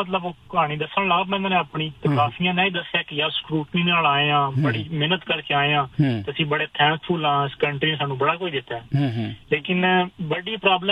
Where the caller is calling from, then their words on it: Australia; ਮੈਂ ਜੀ ਆਸਟ੍ਰੇਲੀਆ ਤੋਂ